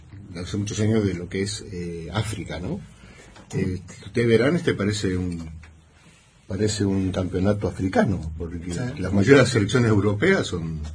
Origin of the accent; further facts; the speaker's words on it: Argentina; vos sos argentino, claro, soy argentino y quiero que gane Argentina, evidentemente. Pero este tiene un condimento especial porque toda mi familia, que la gran mayoría de mi familia, que está allá en las islas, en el archipiélago de Cabo Verde